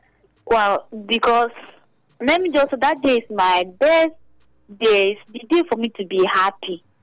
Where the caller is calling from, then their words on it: Benin; From Benin.